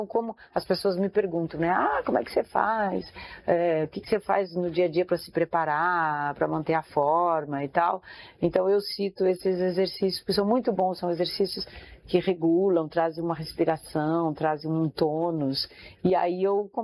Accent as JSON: {"language": "Portuguese", "country": "Brazil", "said": "eu, como brasileira, né, eu tenho muita fé, não tenho uma religião específica, eu tenho muita fé"}